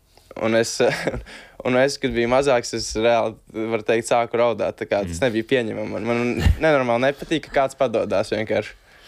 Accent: Ādaži, Ādaži Municipality, Latvia; es no Ādažiem vienkārši.

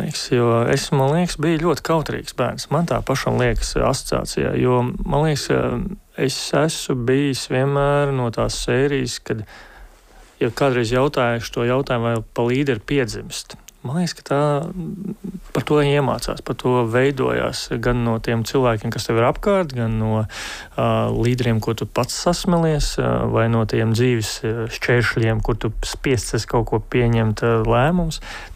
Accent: Riga, Latvia; also born or lived in Sigulda; Rīgā. Rīgā un Siguldā. Tās bija divas vietas, kāpēc Rīga. Rīga, tāpēc, ka es esmu rīdzinieks. Es esmu dzīvojis trīs apvidos, ne, bet apkaimēs jau laikam tagad pareizāk teikt Brasa. Brasa, tur, ko es laikam visvairāk uzaudzis.

